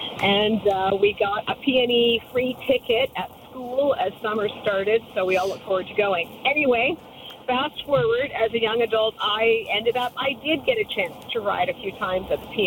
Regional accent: Burnaby, British Columbia, Canada; now in Ladysmith, Canada; as a kid growing up in Burnaby

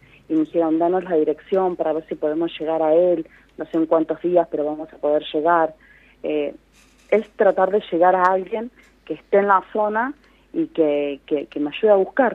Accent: Buenos Aires, Argentina; moved away as an adult; Yo soy de Buenos Aires.

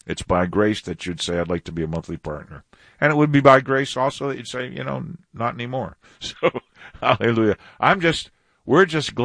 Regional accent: Detroit, Michigan, United States; born or raised there; moved away

